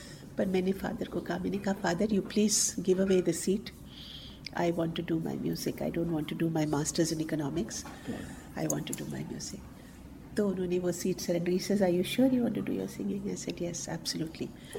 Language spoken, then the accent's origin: Hindi; Delhi, India; born there; मैं दिल्ली में पैदा हुई हूँ और बिल्कुल typical south Indian family, Tamilian family में